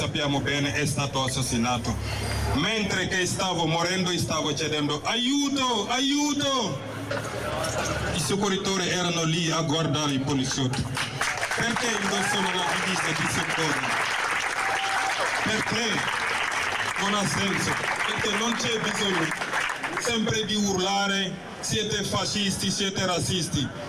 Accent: Senegal; now in Italy; Sono senegalese.

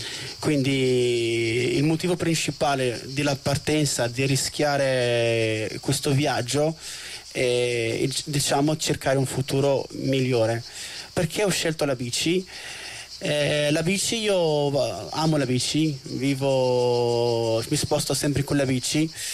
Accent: Morocco; moved away as an adult; now in Italy; io sono nato e cresciuto in Marocco

